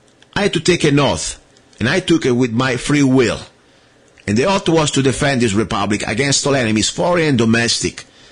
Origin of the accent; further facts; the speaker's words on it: Italy; now in United States; If you don't like the way it is, go back to Italy. You know what? First of all, I'm an American now.